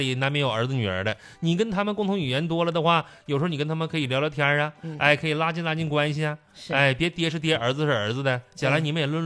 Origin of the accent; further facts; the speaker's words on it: Guangdong, China; 一般我们广东人互相这好生人不见面的第一句，